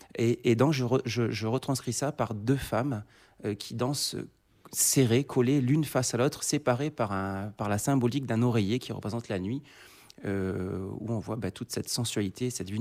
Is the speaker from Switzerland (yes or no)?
no; New Caledonia